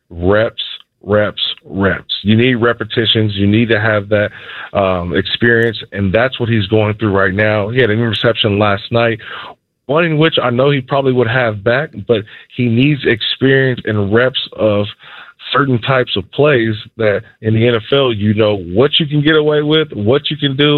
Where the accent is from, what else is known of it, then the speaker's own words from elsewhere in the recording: Oakland, California, United States; I grew up in Oakland, California.